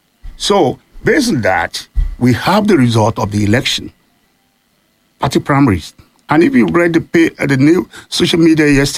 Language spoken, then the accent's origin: English; Oyo, Nigeria; I'm also outside Ibadan. Yes. I'm from Ibora.